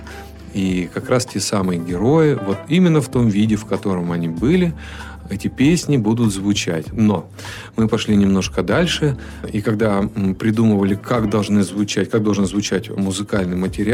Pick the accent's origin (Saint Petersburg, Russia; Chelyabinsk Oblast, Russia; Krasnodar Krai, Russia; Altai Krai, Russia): Chelyabinsk Oblast, Russia; Chelyabinsk; которую я очень-очень люблю и которой я горжусь, как любой челябинец.